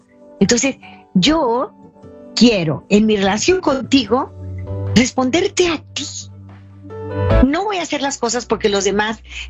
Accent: Mexico; México, mi país

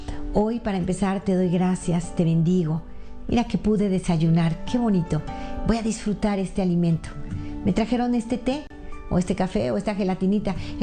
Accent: La Paz, Baja California Sur, Mexico; born there; Hace poquito estuve en un lugar de playa muy bonito, La Paz, Baja California, donde yo nací. Saludo a todos los paseños.

